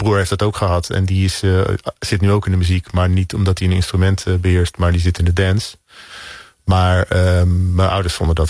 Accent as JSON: {"language": "Dutch", "region": "Zeeland", "country": "Netherlands", "tie": "born or raised there", "said": "En in mijn ouderlijk huis in Oosterburg, dat lag ligt nog steeds tussen Middelburg en Vlissingen, waar ik ben opgegroeid"}